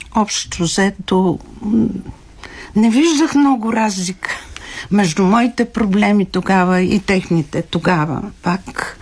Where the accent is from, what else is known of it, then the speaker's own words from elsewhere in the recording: Svishtov, Veliko Tarnovo Province, Bulgaria; Ами, значи, аз всъщност съм родена в Свищов и до 12 годишната си възраст съм живяла там.